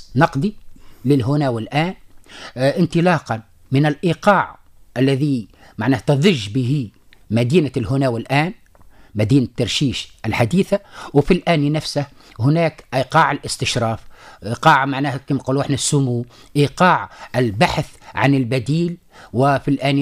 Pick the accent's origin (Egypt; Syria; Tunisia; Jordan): Tunisia; Sahel; كلمة الحنباز عندنا في الساحل هي تعني الشوك الذي يخز